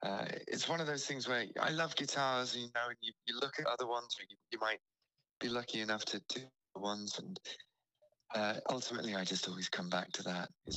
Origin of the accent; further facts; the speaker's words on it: Isle of Man; growing up on the Isle of Man with the Celtic, you know, thing, I love Celtic style instruments, so I play a bit of mandolin and things like that.